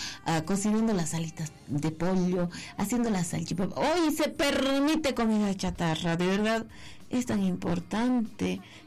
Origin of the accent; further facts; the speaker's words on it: Bolivia; muchos de los míos han atravesado, míos, digo bolivianos